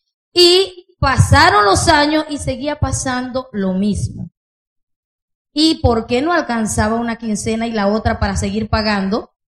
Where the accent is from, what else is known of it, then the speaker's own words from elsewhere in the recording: Volcán, Chiriquí, Panama; vengo de la congregación de Volcán, Chiriquí, Panamá.